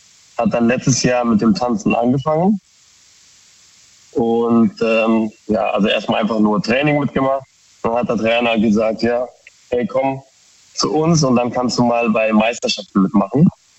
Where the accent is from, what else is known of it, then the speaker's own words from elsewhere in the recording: Koblenz, Rhineland-Palatinate, Germany; Ja, aktuell bin ich auf der Rückfahrt von Pforzheim und wir kommen aus Koblenz.